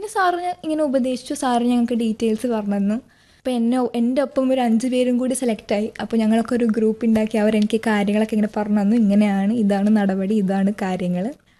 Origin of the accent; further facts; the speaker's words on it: Kerala, India; ഞാൻ പറഞ്ഞു ഞാൻ മലയാളിയാണ്, കണ്ടാൽ തോന്നത്തില്ല എനിക്ക് ഹിന്ദി അറിയാം.